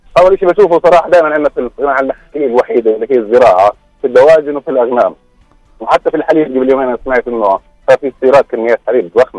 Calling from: Jordan; كل المواد عندنا في الاردن ارتفع

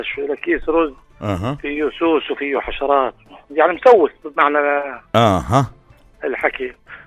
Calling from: Irbid, Irbid Governorate, Jordan; ، أنا من إربد.

